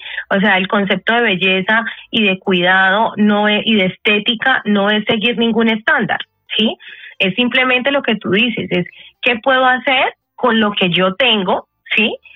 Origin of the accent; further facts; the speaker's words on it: Cali, Valle del Cauca, Colombia; yo soy así, una caleña arrebatada